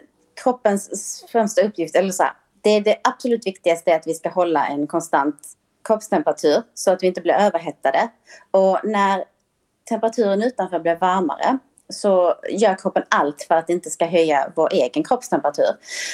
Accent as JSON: {"language": "Swedish", "country": "Sweden", "said": "som svensk"}